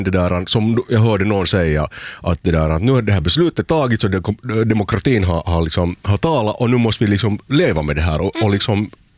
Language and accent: Swedish; Helsinki, Uusimaa, Finland; now in Turku, Finland; Så att jag kommer ju från en stad som, alltså jag är uppvuxen i Helsingfors, och där jag tycker mycket om spårvagnarna där